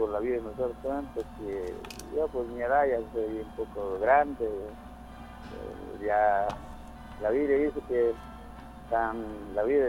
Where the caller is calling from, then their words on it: Guatemala; Aquí por Castellino, Guate, por San Juan, por Catequete.